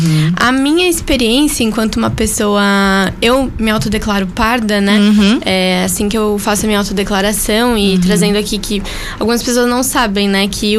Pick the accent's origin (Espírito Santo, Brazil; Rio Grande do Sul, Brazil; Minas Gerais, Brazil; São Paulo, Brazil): Rio Grande do Sul, Brazil; Porto Alegre; De Porto Alegre, eu sou natural de Porto Alegre.